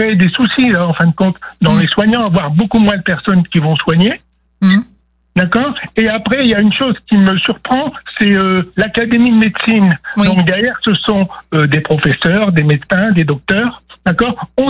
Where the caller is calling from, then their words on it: La Beuvrière, Hauts-de-France, France; De Béthune, à côté de Béthune, la Beuvrière